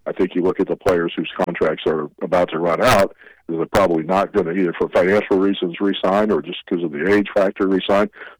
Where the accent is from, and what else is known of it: Springfield, Missouri, United States; born or raised there; also born or lived in Omaha, Nebraska